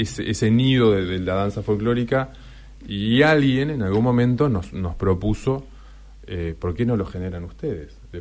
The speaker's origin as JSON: {"language": "Spanish", "region": "Tacuarembó", "country": "Uruguay", "said": "venimos allá del lado de Tacuarembó"}